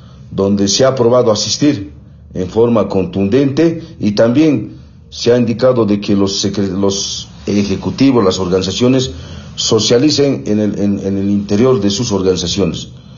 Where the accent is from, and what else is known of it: Bolivia